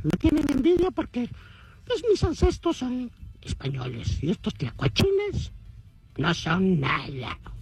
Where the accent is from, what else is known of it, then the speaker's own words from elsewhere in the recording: Tijuana, Baja California, Mexico; born there; Bueno, nací en Tijuana, soy mexicano, pero mis ancestros son españoles.